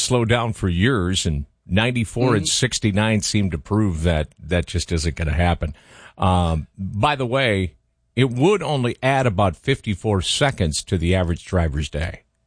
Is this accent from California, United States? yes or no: no; Minnesota, United States; moved away; growing up in Minnesota